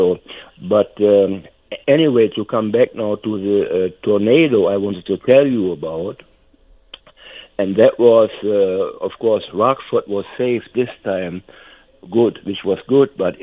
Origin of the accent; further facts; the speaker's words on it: Germany; when I grew up in Germany, I was a very young boy.